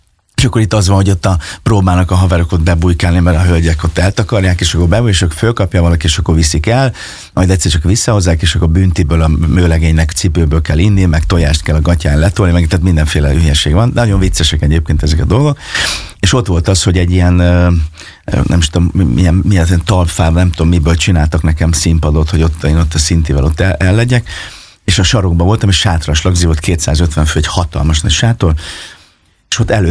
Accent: Fényeslitke, Szabolcs-Szatmár-Bereg, Hungary; born or raised there; also born or lived in Kisvárda

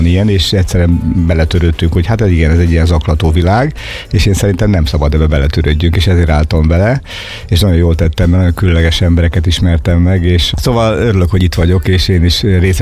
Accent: Battonya, Békés, Hungary; Én Batonyán nőttem fel, egy kis faluban ráadásul, tehát hogy nem is egy nagy város elhagyott az utcáján, hanem ott mindenki ismert mindenkit

